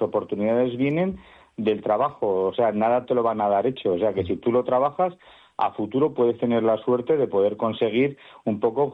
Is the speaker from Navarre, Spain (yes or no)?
yes; Navarre, Spain; Somos el pueblo de Navarra que más bodegas tiene por habitante, somos 450 habitantes, tenemos 5 bodegas